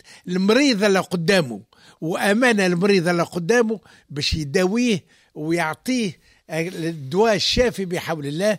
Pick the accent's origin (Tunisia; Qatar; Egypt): Tunisia; احنا عنا في من تونس برك